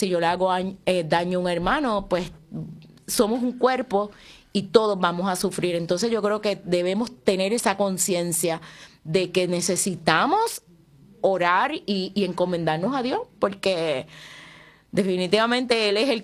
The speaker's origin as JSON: {"language": "Spanish", "country": "Puerto Rico", "said": "Claro que sí, y Puerto Rico, ¿verdad? Porque esta es nuestra casa, la casa de todos"}